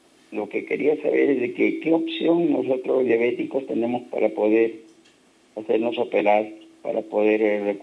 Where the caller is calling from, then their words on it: Ayacucho, Peru; estoy llamando de Cucho.